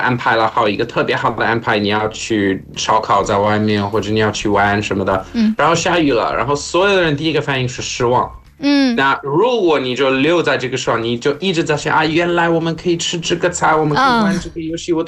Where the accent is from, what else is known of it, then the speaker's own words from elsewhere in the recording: South Africa; Chinese is a second language; also born or lived in Dubai; now in China; 因为我以前生活在迪拜太热了，然后小时候在南非太危险了